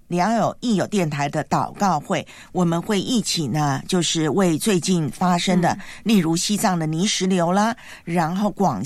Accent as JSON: {"language": "Chinese", "country": "Taiwan", "tie": "born or raised there", "said": "因为如果在我的老家台湾，我最喜欢夏天刨冰啊。"}